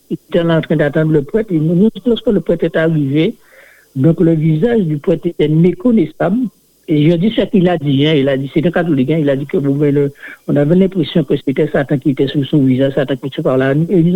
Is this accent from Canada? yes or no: no; Saint-François, Guadeloupe; je suis de Saint-François, je suis membre de l'église de Le Moule, l'église adventiste du septième jour.